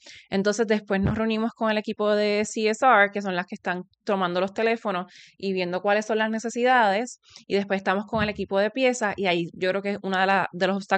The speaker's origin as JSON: {"language": "Spanish", "country": "Puerto Rico", "tie": "born there"}